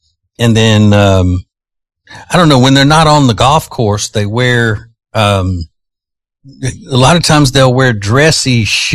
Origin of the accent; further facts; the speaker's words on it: Louisiana, United States; when I was growing up in Louisiana, we call that flooding